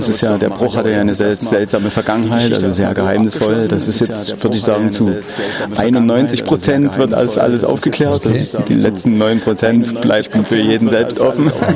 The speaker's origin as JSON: {"language": "German", "town": "Dresden", "region": "Saxony", "country": "Germany", "said": "Ich bin Dresdner"}